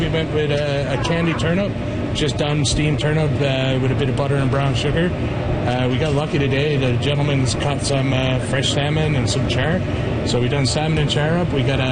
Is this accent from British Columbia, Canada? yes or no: no; Newfoundland and Labrador, Canada; It's very interesting for me because I'm coming from Newfoundland. I'm a chef from Newfoundland, and this is my first time actually working with seal.